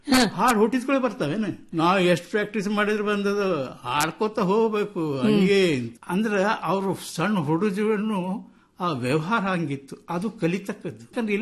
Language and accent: Kannada; Sulibhavi, Karnataka, India; ಮೂಲ ಊರು ನಮ್ದು ಸುಳಿಭಾವಿ, ಅದು ಧಾರವಾಡ. … ಅವರು ಗದಿಗ್ನವರು, ನಮ್ಮ ತಾಯಿ ಗದಿಗ್ನಾಕಿ.